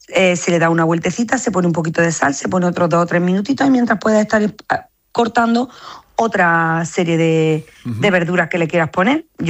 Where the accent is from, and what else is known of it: Montemayor, Andalusia, Spain